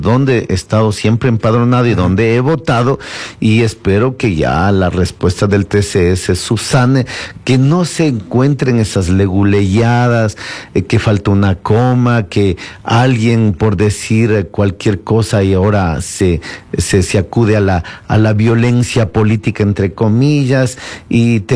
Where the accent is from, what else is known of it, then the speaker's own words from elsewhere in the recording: Quito, Pichincha, Ecuador; la gente sabe que soy de Quito, la gente sabe que he votado aquí